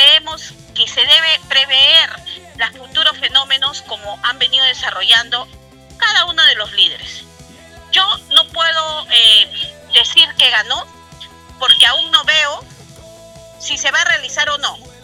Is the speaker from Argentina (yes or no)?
no; Peru; Yo soy peruana